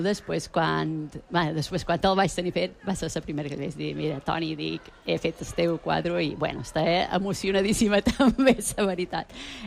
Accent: Es Migjorn Gran, Balearic Islands, Spain; som dels Mitjors

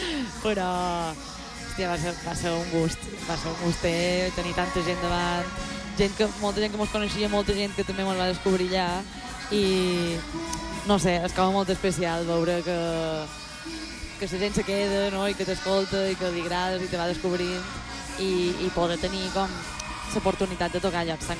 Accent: Mallorca, Balearic Islands, Spain

